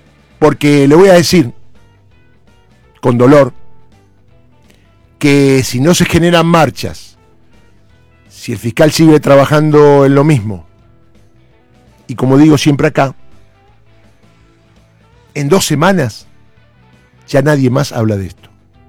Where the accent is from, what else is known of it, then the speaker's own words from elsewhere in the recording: Córdoba, Argentina; en esos barrios de Córdoba, yo soy cordobés, todos se conocen.